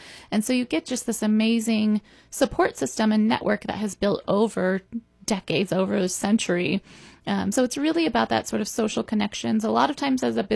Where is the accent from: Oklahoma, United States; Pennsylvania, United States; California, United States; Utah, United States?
California, United States; Penn Valley; I grew up in Penn Valley, and Penn Valley had a youth chamber of commerce.